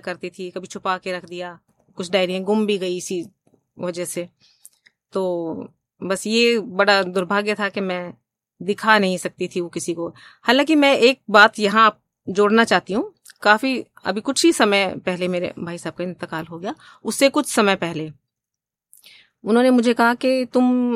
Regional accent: Chandigarh, India; मेरा जन्म चंडीगढ़ में ही हुआ और चंडीगढ़ में ही शिक्षा दीक्षा हुई। बहुत ही खूबसूरत माहौल हुआ करता था चंडीगढ़ का उन दिनों, आज तो बहुत ज़्यादा रश हो गया। उन दिनों बहुत शांत सड़कें हुआ करती थी, झील का किनारा हुआ करता था शांत।

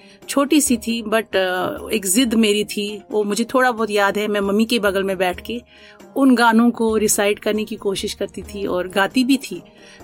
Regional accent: Pampore, Jammu and Kashmir, India; मैं बेसिकली कश्मीर से हूँ … शादी से पहले, और कश्मीर में थी। कश्मीर में एक छोटी सी जगह है श्रीनगर से कुछ ही किलोमीटर

